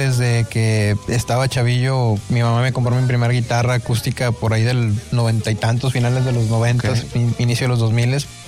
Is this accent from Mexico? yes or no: yes; Linares, Nuevo León, Mexico; Todos somos de Linares, sí.